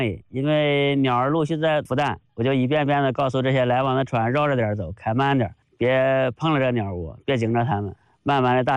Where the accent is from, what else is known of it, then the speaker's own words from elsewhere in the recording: Hebei, China; 是土生土长的白洋淀人。